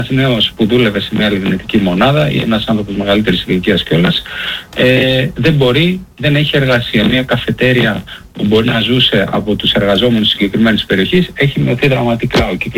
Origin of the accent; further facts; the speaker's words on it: Greece; εγώ ως Έλληνας Ευρωβουλευτής